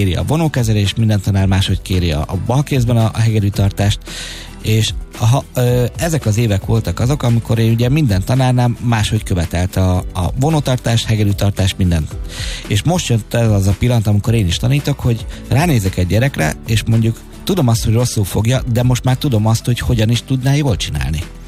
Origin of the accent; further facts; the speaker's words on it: Budapest, Hungary; born there; először az Újpesti Zeneiskolában, aztán voltam a 13. kerületi zeneiskolában.